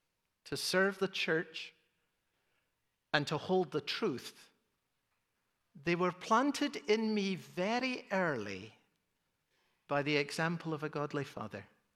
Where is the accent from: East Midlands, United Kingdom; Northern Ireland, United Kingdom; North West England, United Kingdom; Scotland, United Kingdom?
Scotland, United Kingdom; Edinburgh; born or raised there